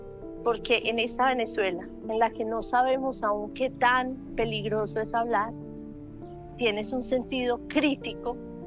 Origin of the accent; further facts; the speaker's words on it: Colombia; Tembló en mi país. Quiero que me digas qué podemos aprender los colombianos